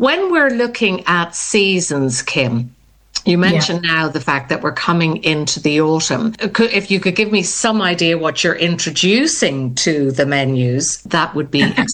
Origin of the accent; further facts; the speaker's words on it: Ireland; now in Sussex, United Kingdom; I'm Irish.